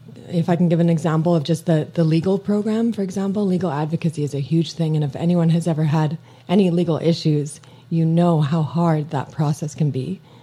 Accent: Vancouver, British Columbia, Canada; moved away as an adult; now in Okanagan, Canada; I'm fairly new to the Okanagan. I'm from Vancouver.

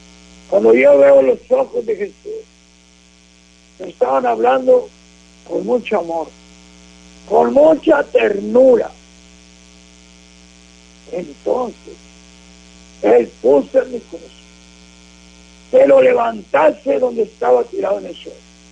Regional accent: Río Bravo, Tamaulipas, Mexico; yo soy del pueblo de Río Bravo. Yo viví en Río Bravo, en la enfrente de la plaza principal de Río Bravo. Ahí vivieron mis padres, ahí vivimos.

